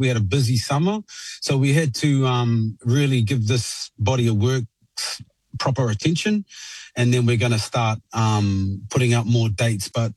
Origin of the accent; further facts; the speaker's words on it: Taranaki, New Zealand; now in Australia; I was raised in Taranaki